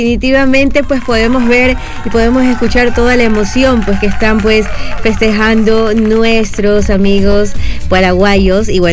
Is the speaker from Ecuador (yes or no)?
yes; Ecuador; nosotros como ecuatorianos